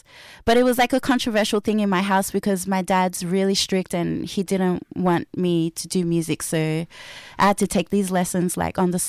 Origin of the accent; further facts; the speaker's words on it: Liverpool, New South Wales, Australia; also born or lived in Auburn, New South Wales; Yeah, now I grew up in Liverpool, southwest, yes.